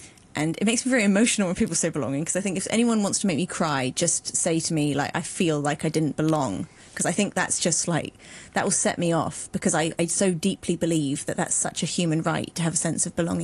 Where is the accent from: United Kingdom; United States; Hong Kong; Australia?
Hong Kong; what they learn in school is different to how I learned in school growing up in Hong Kong.